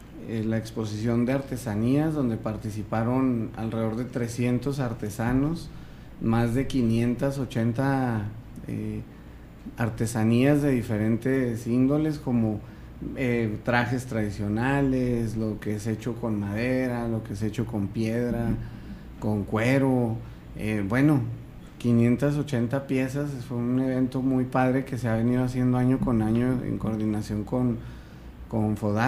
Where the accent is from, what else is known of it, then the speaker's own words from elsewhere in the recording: Guachochi, Chihuahua, Mexico; yo, aunque estoy poquito güerito, pero pues la verdad que hemos convivido en el rancho de la comunidad desde que nacimos en Huachochi.